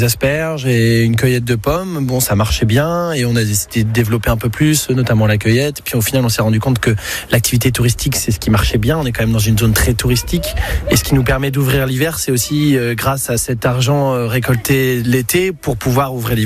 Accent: Nouvelle-Aquitaine, France; born there

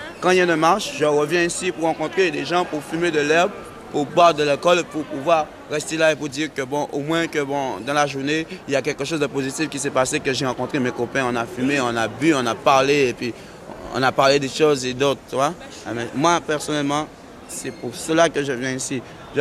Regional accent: France; Et je suis français et je me demande qu'est-ce qu'il y a comme pour nous, quoi.

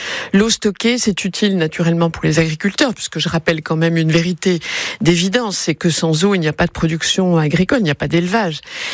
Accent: Bourgogne-Franche-Comté, France; Pas plus que chez moi, dans le Haut-Doubs, dans le massif du Jura, nous ne sommes habitués à cela.

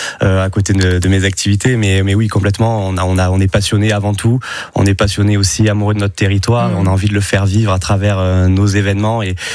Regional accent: Bédoin, Provence-Alpes-Côte d'Azur, France; parce que moi je suis originaire de Bédouin

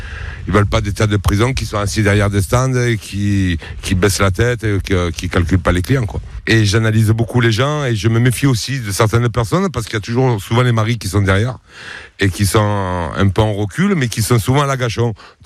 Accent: La Seyne-sur-Mer, Provence-Alpes-Côte d'Azur, France; also born or lived in Toulon; Ouais, je suis né à Toulon et j'ai grandi à La Seyne-sur-Mer avec mes parents.

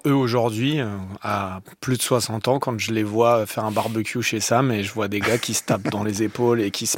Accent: France; en tant que Français

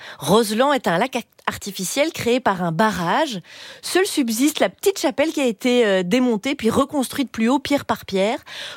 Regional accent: Belgium; Et moi, en tant que Belge

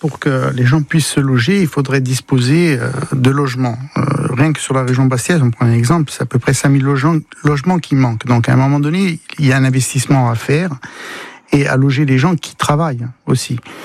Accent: Corsica, France; Chez nous, en Corse, c'est pas pour rien.

